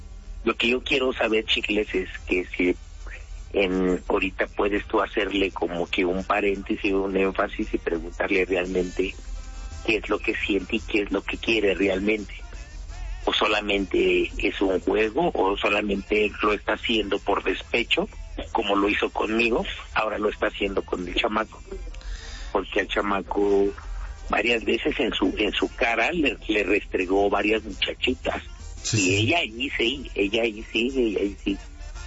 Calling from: Los Reyes La Paz, State of Mexico, Mexico; Yo vivo en Los Reyes La Paz.

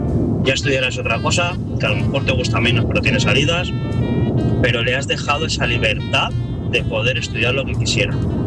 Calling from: Madrid, Community of Madrid, Spain; corresponsal de Madrid

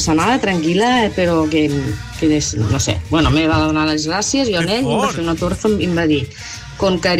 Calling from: La Cava, Catalonia, Spain; soc de la Cava.

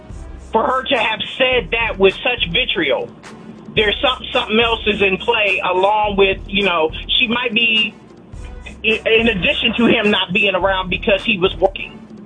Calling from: East Point, Georgia, United States; from East Point.

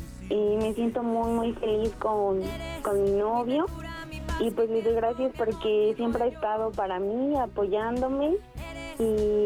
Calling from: Tlalnepantla, State of Mexico, Mexico; Hablo del Estado de México.

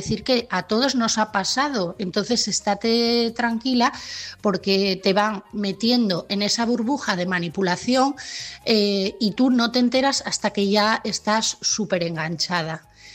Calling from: Asturias, Spain; de Asturias

